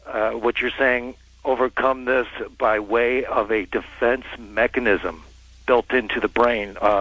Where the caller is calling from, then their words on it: Las Vegas, Nevada, United States; by the way, I'm calling from Las Vegas.